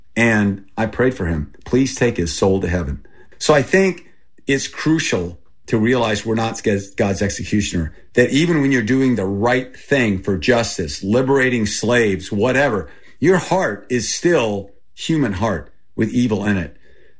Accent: Thailand; first language Thai; English is a second language; also born or lived in Texas; I was 9 months old. I was born in Texas. And I grew up in Thailand, and I grew up with Thai people. And my first language was Thai. And then I went to boarding school.

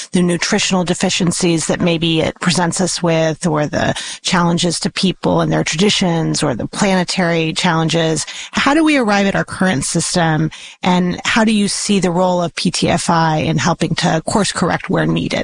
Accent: Southwest, United States; I mean, I grew up in the Southwest, and I remember learning that the chili would be hotter to the taste

